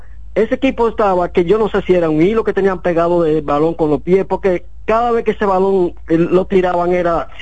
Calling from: Moca, Espaillat, Dominican Republic; yo que soy de Moca y he conocido cuando han jugado a nivel amateur, juvenil, infantil, de todos los pueblos, Moca es cuna de fútbol.

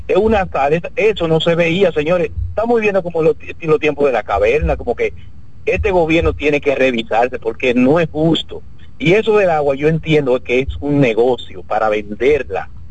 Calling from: Dominican Republic; Habla un vecino tuyo de aquí, de los Carritos.

